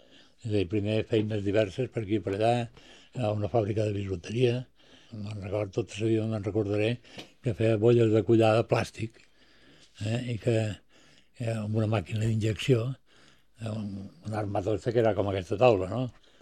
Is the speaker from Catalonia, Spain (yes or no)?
no; Balearic Islands, Spain; also born or lived in Madrid; perquè vaig arribar a Menorca que tenia 10 anys. Ja en tenc 73, ja me diràs tu, si no som menorquins, no sé què som.